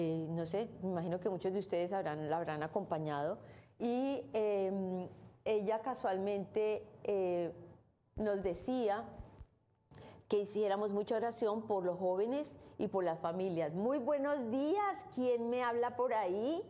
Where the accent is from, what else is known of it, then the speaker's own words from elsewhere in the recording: Colombia; Colombia, mi tierra querida